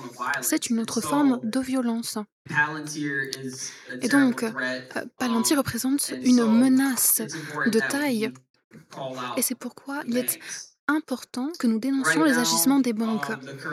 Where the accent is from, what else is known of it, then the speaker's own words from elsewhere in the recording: Chiapas, Mexico; French is a second language; moi, je viens de Chiapas. C'est l'état le plus au sud du Mexique, donc à la frontière avec le Guatemala.